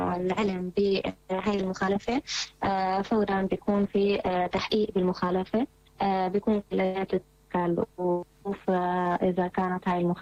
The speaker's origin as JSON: {"language": "Arabic", "country": "Syria", "said": "اللي كلياتنا نطمح فيه كسوريين،"}